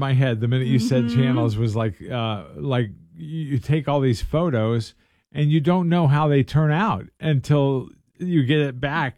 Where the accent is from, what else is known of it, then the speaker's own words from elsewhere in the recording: Missouri, United States; I think our principal and superintendent at our school that I grew up in Missouri